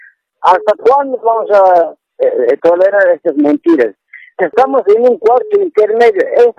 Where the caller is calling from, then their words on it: Caranavi, La Paz, Bolivia; le llamo de La Paz, Caranavi.